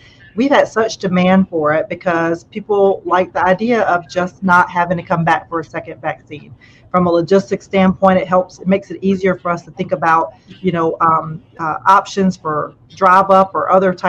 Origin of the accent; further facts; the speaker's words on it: North Carolina, United States; I come from Eastern North Carolina. I very much come from a sense of it takes a village.